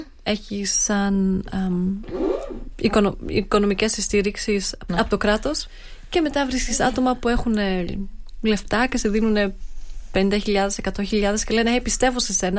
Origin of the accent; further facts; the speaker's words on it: Stuttgart, Baden-Württemberg, Germany; now in Berlin, Germany; Ναι, αυτό δεν υπάρχει πουθενά αλλού εκτός από τη Στουτκάρδη, γιατί έρχομαι από τη Στουτκάρδη.